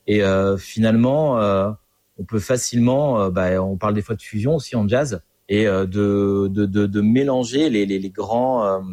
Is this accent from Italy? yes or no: no; Brittany, France; Je suis breton d'origine, donc je suis un peu chauvin aussi.